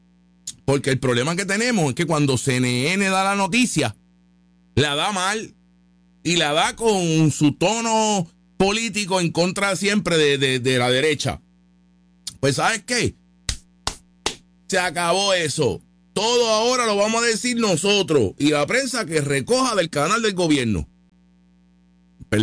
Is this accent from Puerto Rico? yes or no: yes; Puerto Rico; yo como puertorriqueño